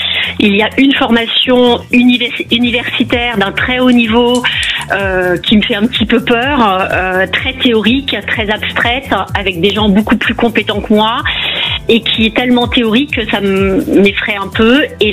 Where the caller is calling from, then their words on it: Toulouse, Occitanie, France; De Toulouse.